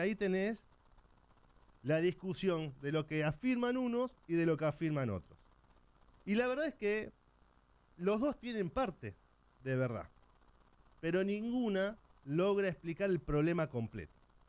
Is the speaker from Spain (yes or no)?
no; Argentina; tenemos que ver como argentinos cómo hacemos para que la industria también sea fuerte.